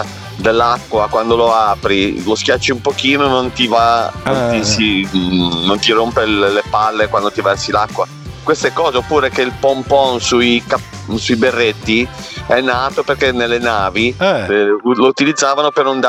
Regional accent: Genoa, Liguria, Italy; io facevo un po' quello che deve tirare un po' giù l'asticella, perché sono genovese, bisogna sempre essere modesti.

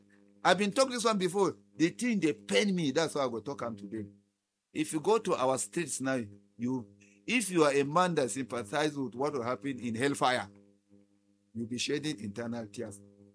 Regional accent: Plateau, Nigeria; now in Bauchi State, Nigeria; me, when I come from Plateau State

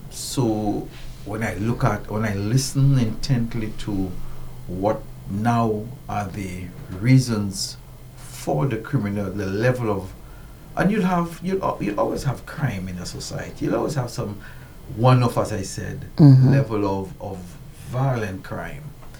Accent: Babonneau, St. Lucia; By way of just an ordinary St. Lucian and community person, I grew up in Babano.

